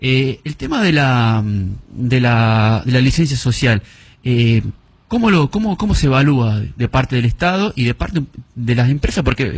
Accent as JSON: {"language": "Spanish", "town": "Andalgalá", "region": "Catamarca", "country": "Argentina", "tie": "born or raised there", "said": "Yo soy oriundo de Andregalá"}